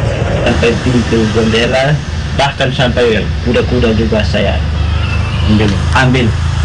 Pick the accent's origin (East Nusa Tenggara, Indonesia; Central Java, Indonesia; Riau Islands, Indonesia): East Nusa Tenggara, Indonesia; Tahun 2021 saya dapat 9 unit rumah desa Watulu, kampung saya sendiri.